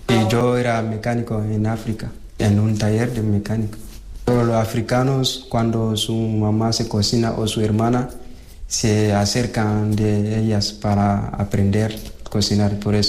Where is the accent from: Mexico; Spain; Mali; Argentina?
Mali; Spanish is a second language; soy de Mali. Yo tengo 18 años.